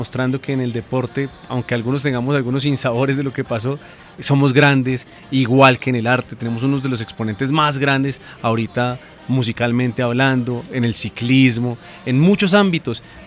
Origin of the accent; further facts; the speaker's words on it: Colombia; nosotros como colombianos somos una cultura magnífica, muy diversa, muy llena de cosas buenas, echados para adelante.